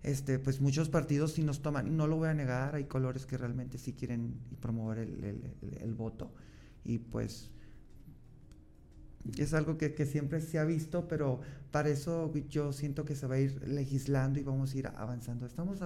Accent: Guadalajara, Jalisco, Mexico; moved away; yo no soy de aquí, yo soy de Guadalajara

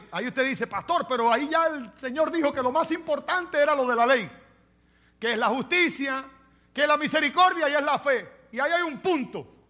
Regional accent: Cuba; moved away; en mi país, en Cuba

